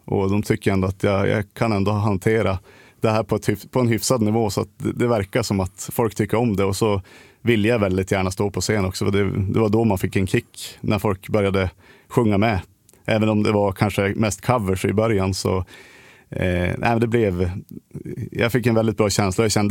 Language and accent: Swedish; Västernorrland County, Sweden; så då var det ju tufft, tyckte jag, att spela på hemmaplan. För då var det ju, ja, men du vet hur det är. Man är från ett litet ställe